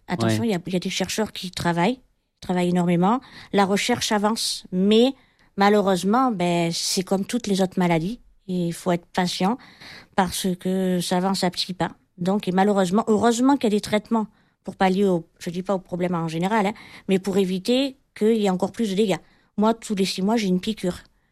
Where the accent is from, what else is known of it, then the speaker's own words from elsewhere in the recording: L'Escarène, Provence-Alpes-Côte d'Azur, France; je suis de l'Escarène.